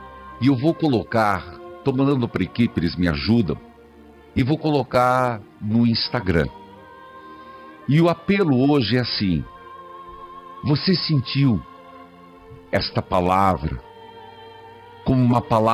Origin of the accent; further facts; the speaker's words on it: Paraíso do Norte, Paraná, Brazil; Tapira, perto da minha cidade natal, Paraíso do Norte